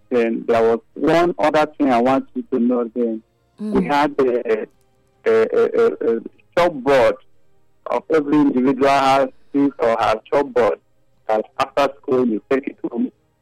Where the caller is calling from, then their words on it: Benin City, Edo, Nigeria; I'm calling from Benin.